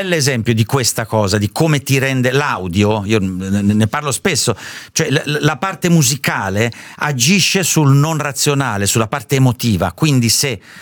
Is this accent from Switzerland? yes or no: no; Southern Italy, Italy; sono un terrone